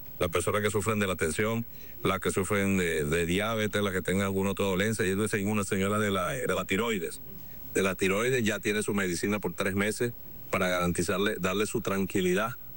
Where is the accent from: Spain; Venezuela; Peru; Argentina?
Venezuela; aquí estoy yo presente, como siempre somos los venezolanos.